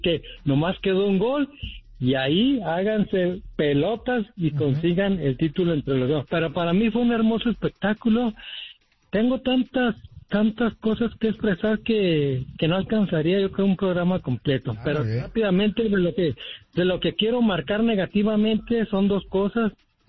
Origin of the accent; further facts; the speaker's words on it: Mexico; como mexicano se los digo